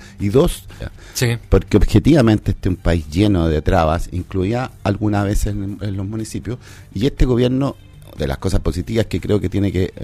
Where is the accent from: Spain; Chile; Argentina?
Chile; como buenos chilenos, siempre hacemos al revés.